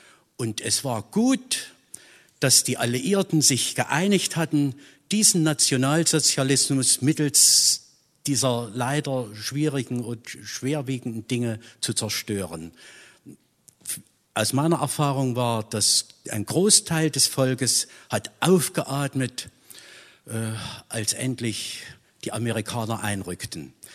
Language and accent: German; Jena, Thuringia, Germany; born there; ich war ein Junge von 8, 9 Jahren, als hier Jena bombardiert wurde